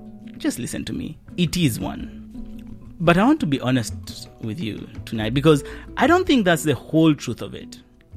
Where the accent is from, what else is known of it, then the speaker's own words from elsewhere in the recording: Kenya; now in Vancouver, Canada; But growing up in Kenya, never.